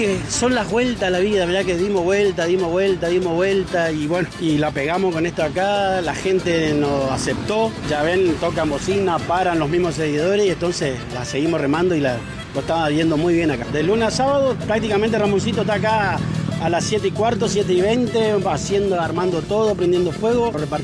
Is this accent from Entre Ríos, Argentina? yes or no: no; Posadas, Misiones, Argentina; criado acá en Posada Misiones.